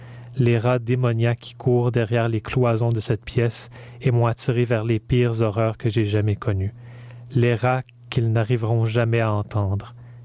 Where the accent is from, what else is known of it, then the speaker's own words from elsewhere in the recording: Montreal, Quebec, Canada; je suis un Montréalais, je suis un citadin montréalais.